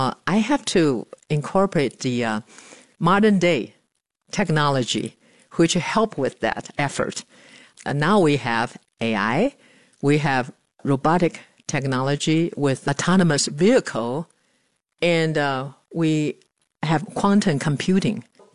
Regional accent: Taiwan; now in Colorado, United States; I was born and raised in Taiwan. I am 71 years old

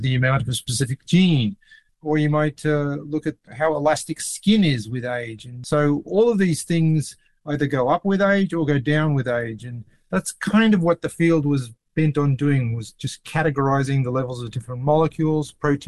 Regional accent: Australia; born or raised there

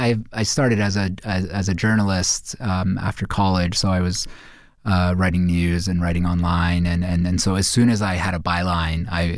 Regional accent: India; of course, as an Indian author, my stories are about Indian folks

